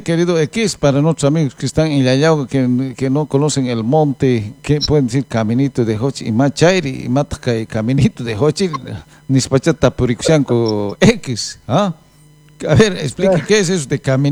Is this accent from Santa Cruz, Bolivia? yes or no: yes; Santa Cruz, Bolivia; Aquí yo soy nacido aquí en Santa Cruz, soy cruceño